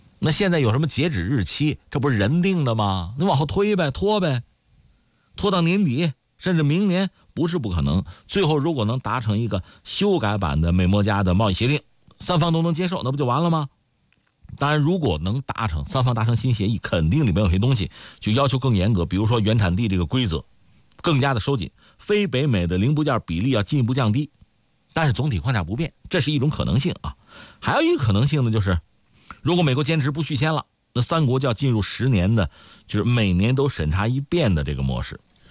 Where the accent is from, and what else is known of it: China